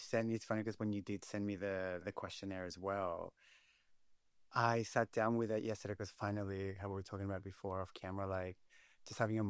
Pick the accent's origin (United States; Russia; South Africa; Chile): Chile; Los Andes, Valparaíso; now in Sydney, Australia; But so I was born in Chile. I was born in Los Andes, which is this Los Andes, if people aren't aware of, it's like a beautiful rail of mountains that run along Chile. And I was born there in a little town.